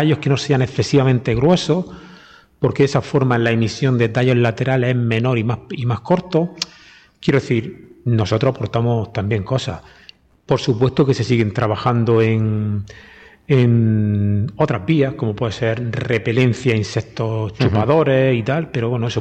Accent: Adra, Andalusia, Spain; por mi pueblo, yo soy de Adra

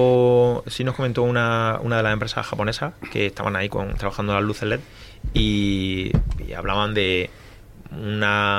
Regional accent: Adra, Andalusia, Spain; Yo soy de Adra y yo sigo teniendo invernadero plano.

